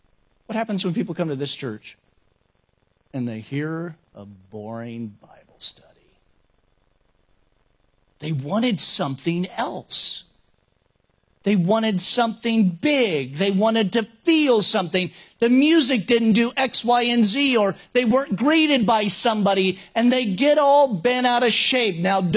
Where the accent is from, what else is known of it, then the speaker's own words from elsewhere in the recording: Napa, California, United States; moved away as an adult; now in Myrtle Beach, United States; that I would have to leave my hometown because I would not be as effective for God in Napa as I would be in Myrtle Beach. And I'm thankful that I escaped California and that I am here.